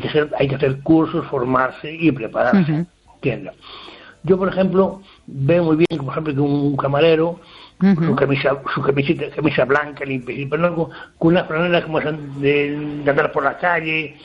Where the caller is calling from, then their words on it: Ferrol, Galicia, Spain; Hola, buenas noches, Esther. … aquí de Ferrol.